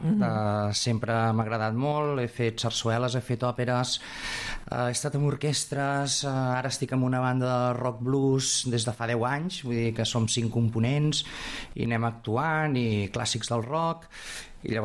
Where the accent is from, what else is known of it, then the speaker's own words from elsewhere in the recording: Sabadell, Catalonia, Spain; jo no sóc de Caldes, jo sóc fill de Sabadell i visc a Castellà